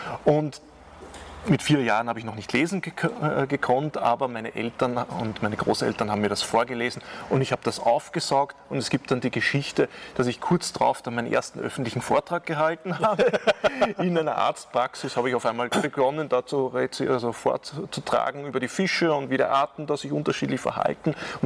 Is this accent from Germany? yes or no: no; Brunn am Gebirge, Lower Austria, Austria; Tatsächlich, also ich komme aus Brunn am Gebirge, wo wir uns gerade befinden.